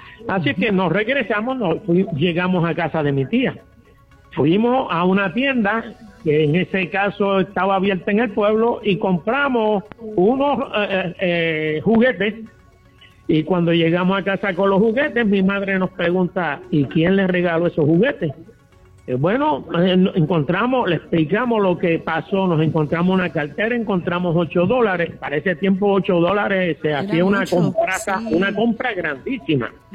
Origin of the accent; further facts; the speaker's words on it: Gurabo, Puerto Rico; Nosotros somos natural de Gurabo